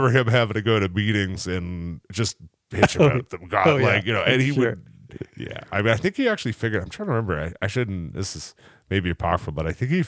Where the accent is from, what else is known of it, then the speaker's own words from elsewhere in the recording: Canada; we're both Canadian.